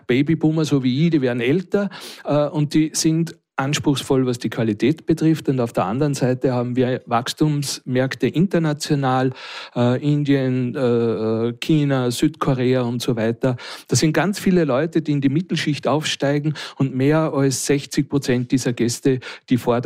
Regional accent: Abtenau, Salzburg, Austria; Ich bin aus Abtenau, ich bin fast Einheimisch.

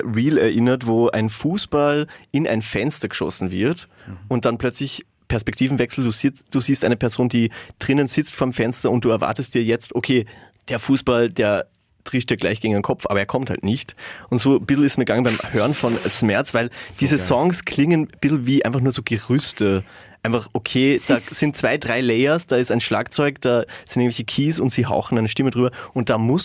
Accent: Austria; so wir quasi, die wir in Österreich irgendwie aufgewachsen sind, haben eigentlich gar keine Vorstellung, was es heißt, im Midwest, in diesen Flyover States zu leben.

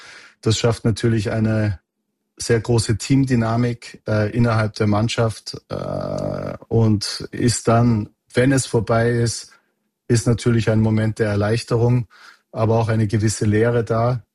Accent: Austria; aber natürlich war Österreich-Schweiz für mich als Österreicher ein Traumevent.

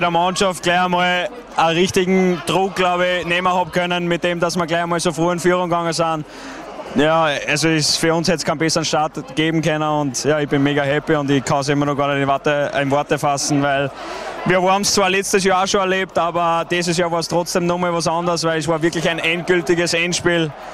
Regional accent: Upper Austria, Austria; ich als Oberösterreicher bin da daheim

